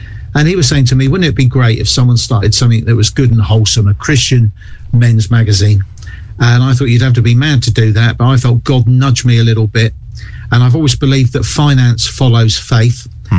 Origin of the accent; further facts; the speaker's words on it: United Kingdom; I explained I was from London. Well, I'm not from London, I'm from the South Coast